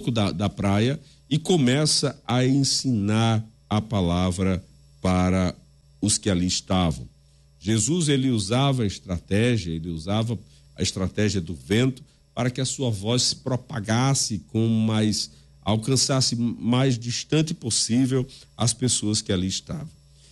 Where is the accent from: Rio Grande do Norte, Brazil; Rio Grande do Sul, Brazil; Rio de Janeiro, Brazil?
Rio Grande do Norte, Brazil; Macau; Eu sou natural de uma cidade onde havia ou onde há pescadores. Eu sou da cidade de Macau